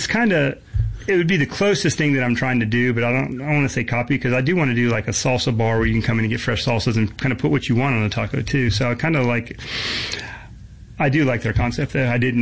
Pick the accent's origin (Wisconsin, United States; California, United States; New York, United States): California, United States; growing up in California, tacos and things like that were always like shredded beef, shredded chicken, nothing ground, chorizo